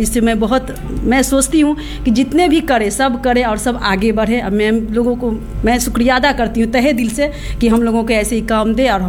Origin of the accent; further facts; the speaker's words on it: Bihar, India; मैं भी बिहार की रहने वाली हूँ।